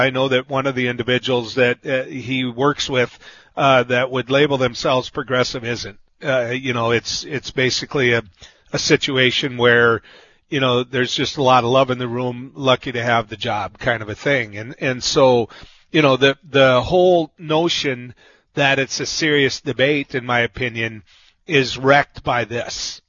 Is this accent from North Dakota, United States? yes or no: yes; North Dakota, United States; my home state, representing North Dakota.